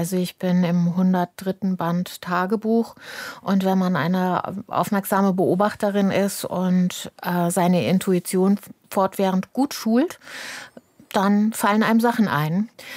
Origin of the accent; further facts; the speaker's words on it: Cologne, North Rhine-Westphalia, Germany; also born or lived in Kaiserslautern; Und ich bin ja Kölnerin, also die meiste Zeit meines Lebens habe ich ja auch einen Wohnsitz in Köln.